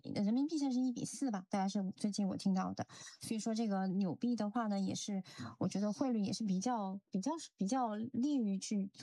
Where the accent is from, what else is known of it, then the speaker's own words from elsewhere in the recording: New Zealand; 我们新西兰人